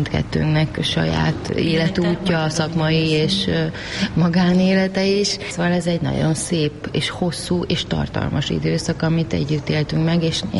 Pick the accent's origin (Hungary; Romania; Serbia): Romania; Târgu Mureș, Mureș County; De amúgy én is így nőttem fel, hogy már a Marosvásárhelyi lakásunk is egy úgymond átjáróház volt